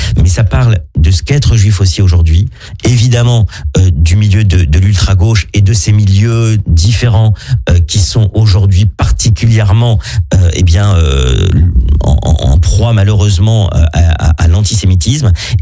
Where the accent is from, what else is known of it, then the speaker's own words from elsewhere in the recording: France; en tant que Français juif